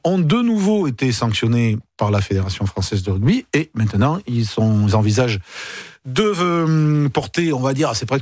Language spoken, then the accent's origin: French; Bayonne, Nouvelle-Aquitaine, France; Moi, je suis de Bayonne, je vois Bayonne, c'est quasiment les fêtes de Bayonne chaque samedi